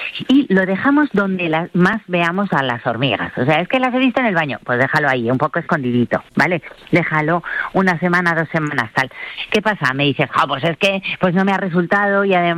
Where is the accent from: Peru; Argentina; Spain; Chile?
Spain